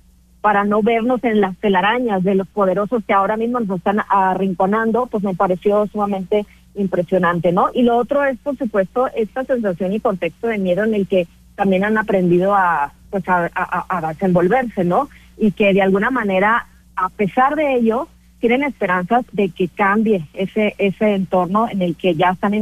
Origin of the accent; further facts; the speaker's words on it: Sonora, Mexico; yo soy de Sonora